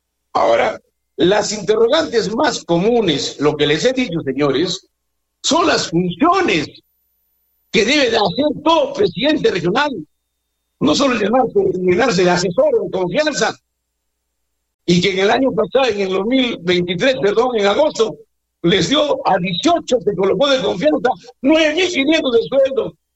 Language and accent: Spanish; Arequipa, Peru; como arequipeños que somos, como characatos que somos